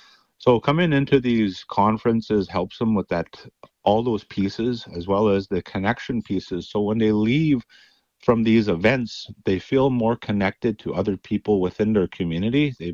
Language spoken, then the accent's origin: English; Flying Dust First Nation, Saskatchewan, Canada; I'm originally from Flying Dust First Nation.